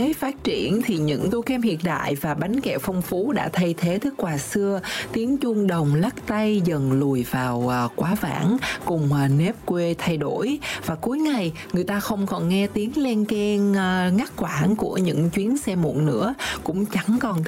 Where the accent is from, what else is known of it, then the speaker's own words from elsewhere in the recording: Ho Chi Minh City, Vietnam; Em nhớ ngày xưa ở những cái con hẻm ở trong khu vực thành phố Hồ Chí Minh đó